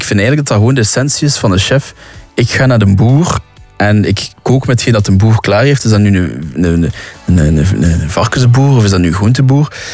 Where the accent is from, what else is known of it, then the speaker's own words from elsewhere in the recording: Lotenhulle, Flanders, Belgium; Ik ben opgegroeid in Lotenulle. Dat is dichtbij Aalter. En wij woonden naast een varkensboerderij. Dus een bio-varkensboerderij.